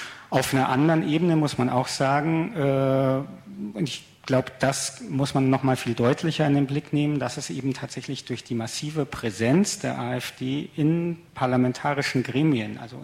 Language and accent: German; Münster, North Rhine-Westphalia, Germany; Also ich komme ja aus Münster